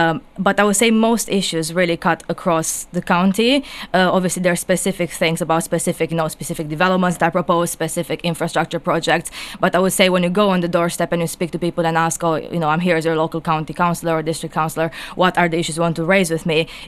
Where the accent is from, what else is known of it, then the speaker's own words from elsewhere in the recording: Romania; born there; English is a second language; moved away; No, I was born in Romania. Yeah.